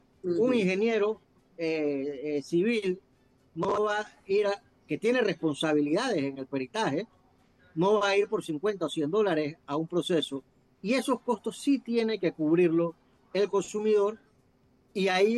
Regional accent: Panama; como buen panameño que somos

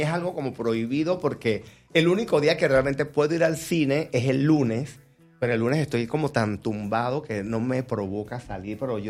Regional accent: Panama; yo soy como el panameño que típico que cuando se encuentra con extranjeros, como sé hablar idiomas

